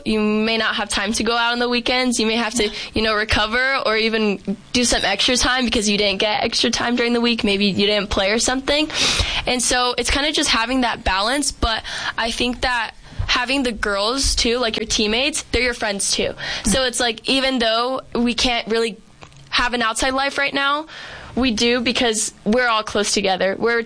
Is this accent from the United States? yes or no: yes; Phoenix, Arizona, United States; I love Arizona. I grew up here. I'm from Phoenix. My parents moved here really young.